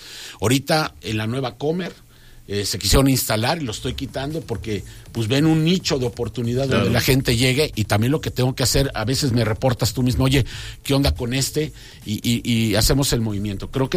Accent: Cuernavaca, Morelos, Mexico; yo soy gente de Cuernavaca, quiero mucho mi ciudad.

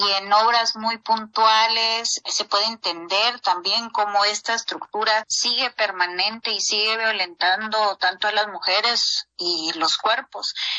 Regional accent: Guatemala; yo, siendo una curadora guatemalteca

